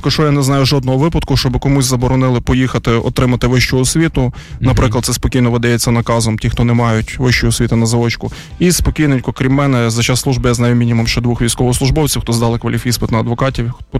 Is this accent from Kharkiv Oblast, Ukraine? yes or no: no; Lviv Oblast, Ukraine; я з Львівської області